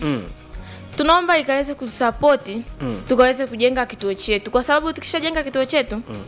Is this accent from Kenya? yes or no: no; Iringa, Tanzania; born there; Mimi nimezaliwa Ipogoro.